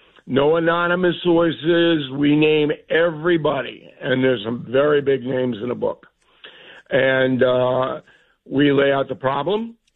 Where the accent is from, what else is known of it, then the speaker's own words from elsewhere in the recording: New York, United States; So it used to be when I was growing up on Long Island, my parents knew what was going on.